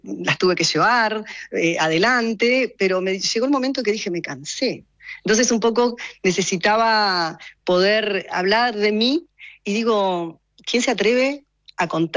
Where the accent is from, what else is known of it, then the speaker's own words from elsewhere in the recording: Río Negro, Argentina; Bueno, yo en realidad vengo de la Patagonia, de Río Negro, de familia de laburantes, de mucho trabajo